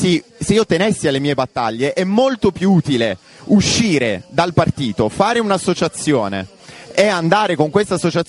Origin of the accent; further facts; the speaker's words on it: Bari, Apulia, Italy; also born or lived in Rome; now in Milan, Italy; io sono pugliese, sono barese, però vivo in Lombardia, lavoro e faccio ricerca lì.